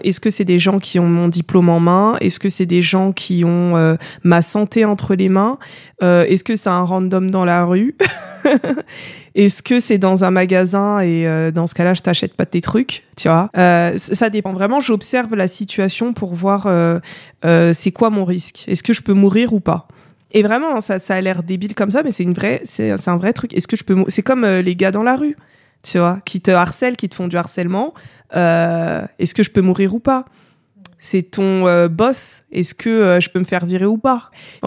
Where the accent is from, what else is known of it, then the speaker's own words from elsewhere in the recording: Paris, Île-de-France, France; Mais avant, je disais « Bah, je suis française. » Tu vois, ou « Je viens de Paris. »